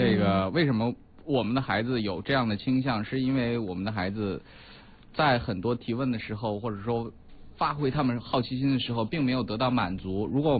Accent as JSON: {"language": "Chinese", "country": "China", "said": "这个当然我们中国没有这样的传统了。我们中国人很早就发现了用草木灰来做这样事情是同样的效果。"}